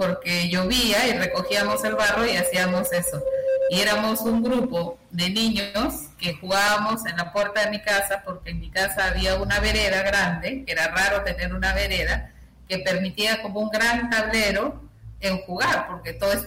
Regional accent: Morropón, Piura, Peru; Y es en el norte, justo cerca de Ecuador, en Piura. Yo vengo de un pueblo que se llama Morropón, y específicamente nací en Carrasquillo, que a propósito de mi apellido, era un pueblo muy pequeño

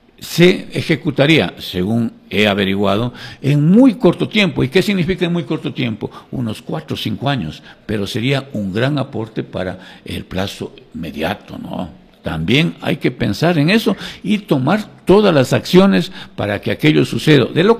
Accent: Ecuador; como ecuatoriano de a pie.

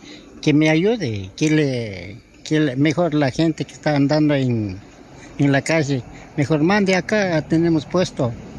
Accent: Otavalo, Imbabura, Ecuador; Yo soy de Otavalo.

